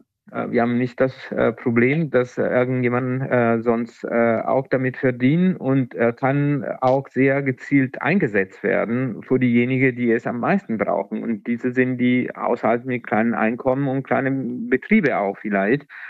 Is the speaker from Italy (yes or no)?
yes; Italy; moved away; Ja, ich bin Italiener